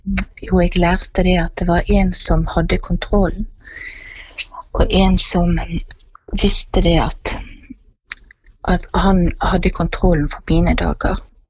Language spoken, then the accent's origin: Norwegian; Bergen, Vestland, Norway; og jeg kommer fra Åsane nord for Bergen.